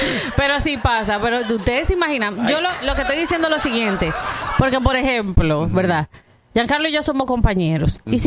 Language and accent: Spanish; Dominican Republic; moved away; Nosotros como dominicanos siempre soñábamos de venir a Estados Unidos, ¿verdad? Y Nueva York.